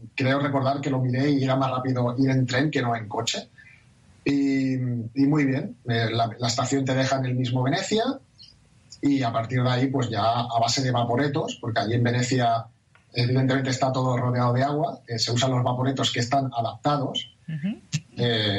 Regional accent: Barcelona, Catalonia, Spain; Es muy parecido para la gente como yo, que somos de Barcelona, sería comparable a Montjuïc.

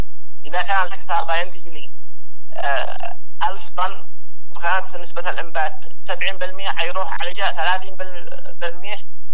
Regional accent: Yemen; عندنا في اليمن

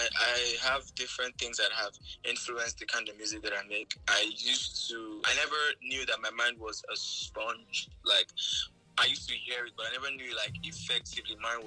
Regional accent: Benin City, Edo, Nigeria; born there; I was born in Benin City. My mom and my dad, they met themselves there.

